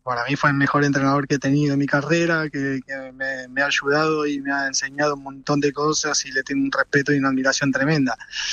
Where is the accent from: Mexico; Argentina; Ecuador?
Argentina; la verdad, como argentinos a nosotros nos ilusiona muchísimo